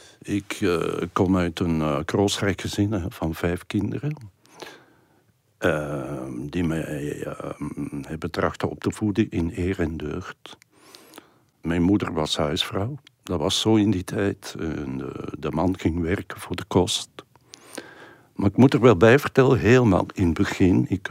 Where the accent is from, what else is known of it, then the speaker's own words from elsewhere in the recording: Turnhout, Flemish Region, Belgium; Ik was 12 jaar en bij ons thuis in Turnhout kwam er elk jaar een kermis in de straat.